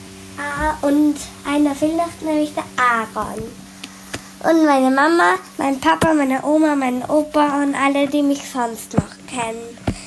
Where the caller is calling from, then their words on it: Fürstenbrunn, Salzburg, Austria; bin 6 Jahre alt, wohne in Fürstenbrunn